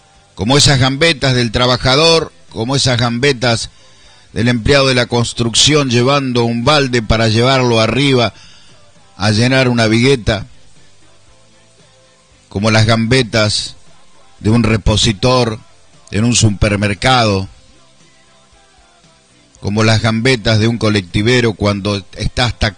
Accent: Argentina; Nosotros seguiremos gambeteándole a la vida como argentinos

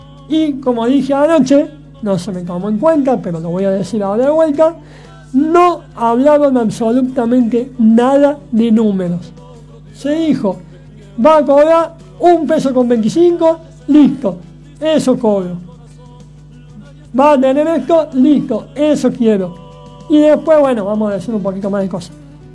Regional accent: Córdoba, Argentina; para mí es Córdoba, yo soy cordobés

